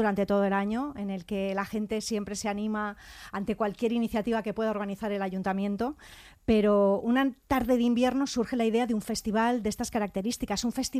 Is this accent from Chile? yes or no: no; Vall de Almonacid, Valencian Community, Spain; para mí Bai de Almonacid tiene, bueno, pues digamos que una especial sensibilidad porque es mi pueblo